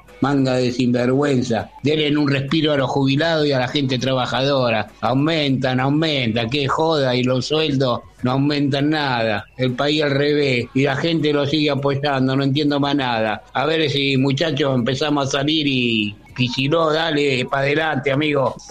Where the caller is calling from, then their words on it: Argentina; de Ranera